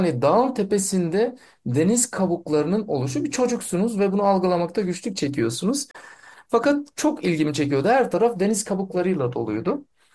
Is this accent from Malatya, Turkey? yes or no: yes; Darende, Malatya, Turkey; Ben aslen Malatyalıyım. Malatya'nın Darende'ye bağlı Ağılbaşı köyünde doğdum.